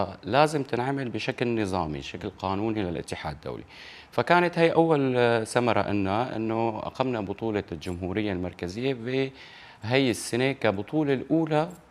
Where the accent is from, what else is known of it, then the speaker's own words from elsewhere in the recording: Syria; يعني هي الألعاب الرئيسية اللي عندنا بسوريا هي الجمباز الفني، الباركور والإيقاعي.